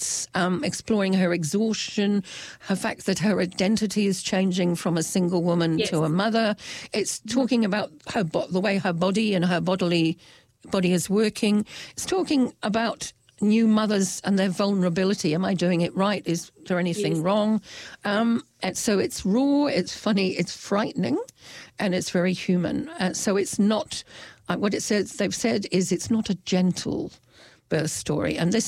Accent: England, United Kingdom; now in New Zealand; And in fact, I come from England, so I'm still on a quest for belonging because I've got one foot in England and one foot in New Zealand because I've stayed in both places a lot.

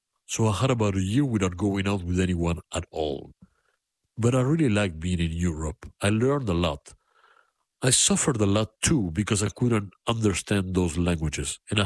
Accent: Uruguay; English is a second language; So they treated me badly until I told them I was South American, that I came from Uruguay.

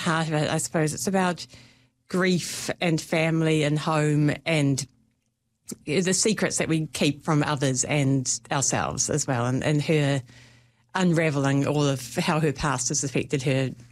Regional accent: Auckland, New Zealand; moved away as an adult; also born or lived in Wellington; I grew up in Auckland but lived in Wellington for about 17 years.

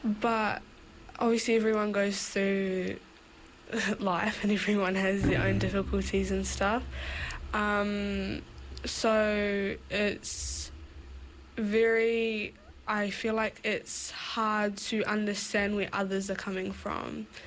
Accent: New Zealand; As a Kiwi with background, I feel like my background's unique, especially as a Algerian Arab who comes from a very unique background. I feel as though I'm very proud of where I come from, but also as a Kiwi living in New Zealand

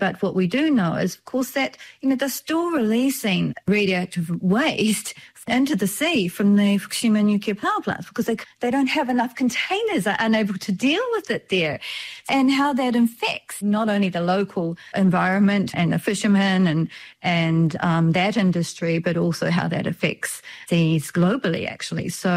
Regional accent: New Zealand; for me as a New Zealander

